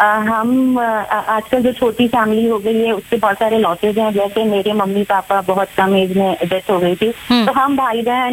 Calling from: Raipur, Chhattisgarh, India

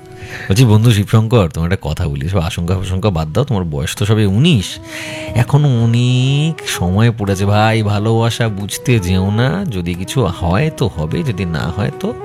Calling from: Krishnanagar, West Bengal, India; আমি কৃষ্ণনগর নদী থেকে

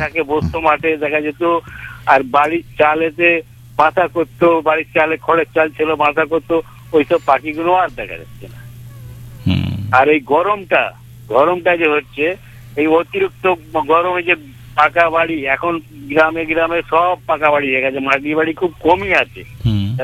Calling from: Arambagh, West Bengal, India; আমাদের গ্রাম সাইডে বাড়ি, আমি আরামবাগ হুগলি থেকে

